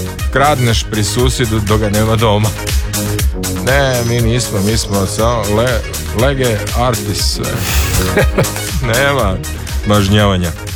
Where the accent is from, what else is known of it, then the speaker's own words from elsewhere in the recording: Zagorje, Croatia; Znači, kod nas u Zagorju ima trešnje, ali nisu to ove kolubenice.